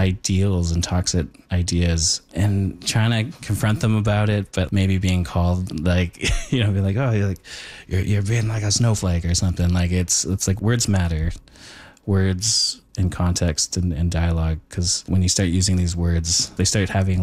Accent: Thunder Bay, Ontario, Canada; I grew up in the North and I can kind of see where that ends. You know, I grew up in Thunder Bay

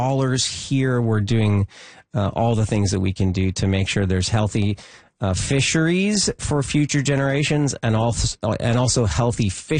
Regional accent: British Columbia, Canada; So firstly, as a British Columbian or as a Canadian, ask a few more questions.

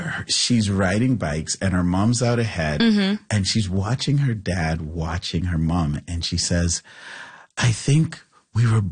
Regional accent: Trinidad & Tobago; No. I grew up in Trinidad.

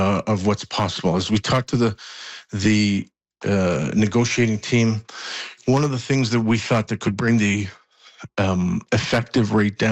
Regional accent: Canada; I'm Canadian first.

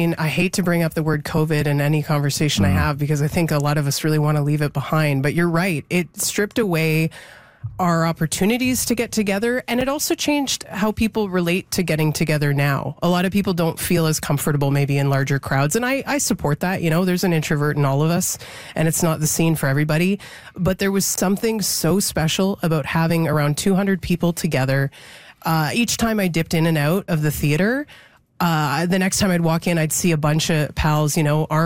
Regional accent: Ontario, Canada; when we were growing up outside of Toronto.

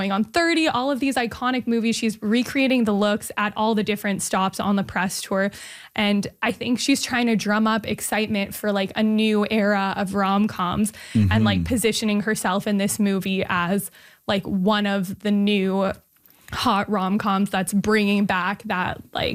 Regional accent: Montreal, Quebec, Canada; to my hometown.

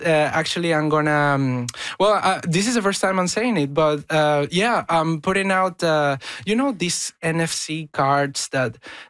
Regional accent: Venezuela; now in Canada; I grew up in Venezuela listening to pop Anglo music

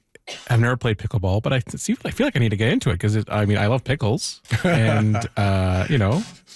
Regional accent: Peterborough, Ontario, Canada; moved away; in my hometown of Peterborough

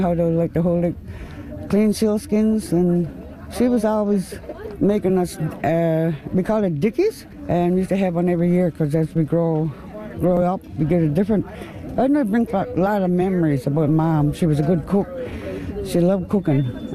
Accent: Rigolet, Newfoundland and Labrador, Canada; I'm originally from Rigolet

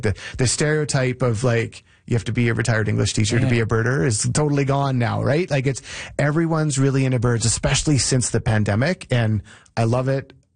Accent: Ontario, Canada; I was like, ever since I was a kid, really spent a lot of time camping and then growing up in Central Ontario and canoeing just eventually it's birds.

